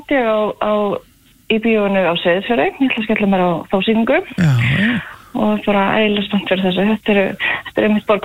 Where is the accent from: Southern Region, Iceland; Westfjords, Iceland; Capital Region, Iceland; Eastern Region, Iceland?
Southern Region, Iceland; Hella; moved away; Nei, nei, ég það alls ekki ég sunnlendingur, ég uppalinn á Helli